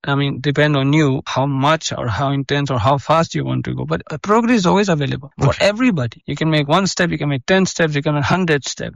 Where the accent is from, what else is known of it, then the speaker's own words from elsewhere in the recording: Spain; So actually … Many might be questioning why … if I'm a Spanish person.